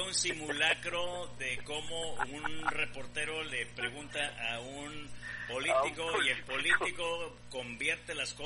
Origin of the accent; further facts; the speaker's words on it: Parlier, California, United States; Yo soy de Parlier.